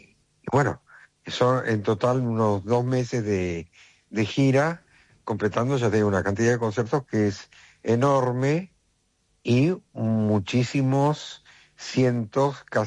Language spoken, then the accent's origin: Spanish; Argentina; moved away as an adult; also born or lived in Brazil / United States; now in Madrid, Spain; Me dio el gusto de estar en mi tierra con mi público